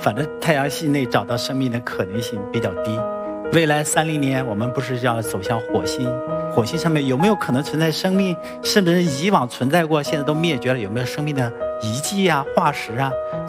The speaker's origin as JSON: {"language": "Chinese", "region": "Xinjiang", "country": "China", "tie": "born or raised there", "also_born_or_lived": "Changchun", "moved": "as an adult", "said": "我在新疆出生，我们是在一个沙漠的南缘，古尔班通国是沙的南缘，没有石头。"}